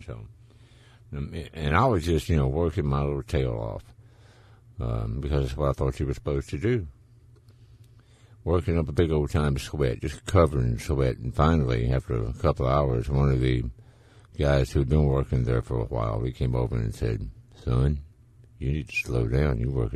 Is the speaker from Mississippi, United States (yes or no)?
yes; Laurel, Mississippi, United States; at the Masonite plant there in my hometown of Laurel, Mississippi